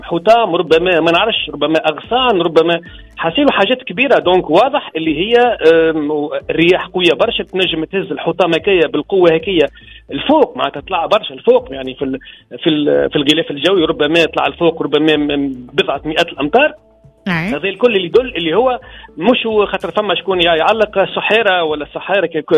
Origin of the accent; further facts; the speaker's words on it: Menzel Farsi, Monastir Governorate, Tunisia; من منزل فارسي مدينتي